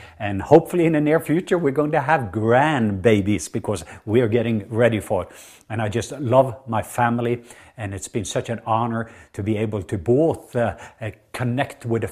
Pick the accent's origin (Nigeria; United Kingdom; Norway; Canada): Norway; English is a second language; now in Atlanta, United States; Some of you thought that I had a southern accent, and that's correct, because I'm from the southwest part of Norway, so I'm a true southerner. And I live here in Atlanta